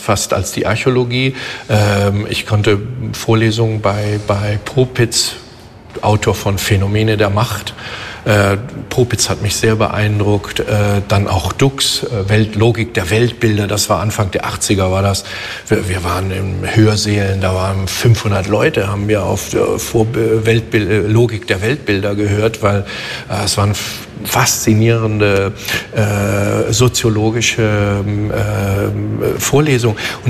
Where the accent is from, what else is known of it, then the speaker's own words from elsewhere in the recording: Catalonia, Spain; Ich war ja an der deutschen Schule, ich bin ja in Katalonien aufgewachsen, aber dann deutsche Schule Madrid habe ich das deutsche Abitur machen können.